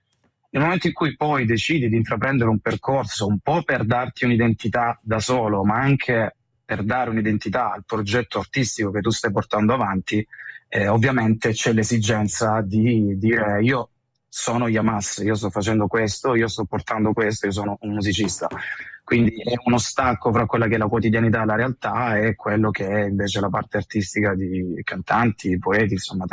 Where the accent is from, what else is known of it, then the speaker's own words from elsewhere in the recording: Apulia, Italy; Allora, io sono salentino, quindi un posto molto legato anche a livello geografico, oltre che storico, con la Grecia.